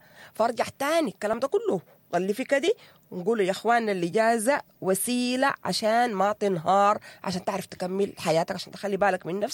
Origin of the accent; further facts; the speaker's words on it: Sudan; نحن يا إيناس تخيل لي كده كسودانيين